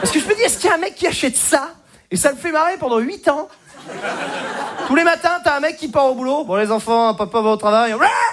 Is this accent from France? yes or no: yes; Normandy, France; now in Paris, France; Moi, à la base, je viens de Normandie.